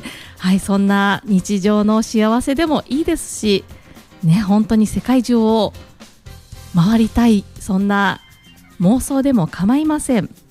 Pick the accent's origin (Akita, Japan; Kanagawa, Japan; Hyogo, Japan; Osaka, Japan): Osaka, Japan; moved away; 私もともと大阪出身でですね、大阪でよくラジオを聞いてたんですけれども